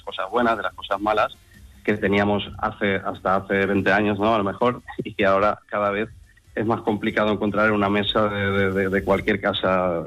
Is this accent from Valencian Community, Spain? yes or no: yes; Valencia, Valencian Community, Spain